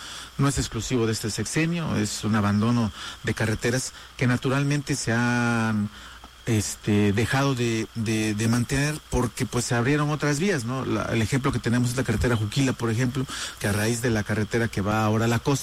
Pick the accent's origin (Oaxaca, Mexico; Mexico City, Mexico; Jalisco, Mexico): Oaxaca, Mexico; estamos muy contentos como oaxaqueños de que el gobierno federal de manera extraordinaria esté apostándole a Oaxaca